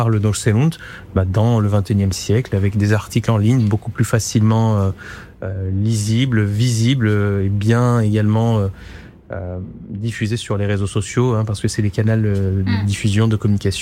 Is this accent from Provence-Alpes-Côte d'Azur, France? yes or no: no; Valence, Auvergne-Rhône-Alpes, France; disons que j'ai un petit peu grandi dans les structures de la communauté arménienne, je suis de Valence à la base.